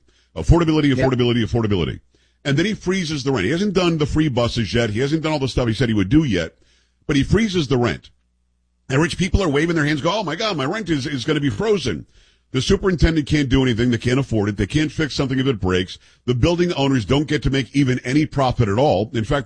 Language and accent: English; New York, United States; And I love New York City. I'm from Metro New York originally.